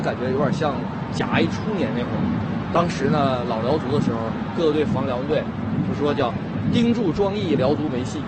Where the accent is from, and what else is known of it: Northeast China, China